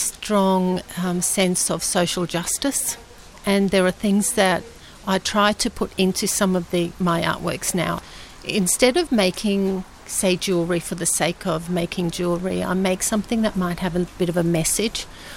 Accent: Australia; They travelled from the former Yugoslavia to Australia in the 1950s. I was born in Australia, so I am essentially Australian.

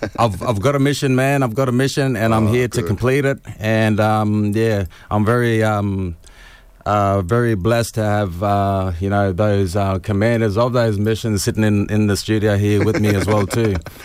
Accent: Jumbun, Queensland, Australia; I'm a proud worker, mate. Get him a mile from Cardwell, Jumbun, a little Aboriginal community there, just North Queensland of Australia.

